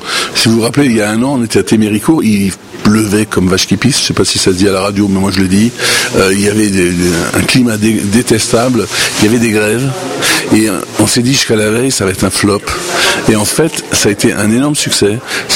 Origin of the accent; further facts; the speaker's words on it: Grand Est, France; quand on vient comme moi de Lorraine, qu'on arrive en banlieue sud de Paris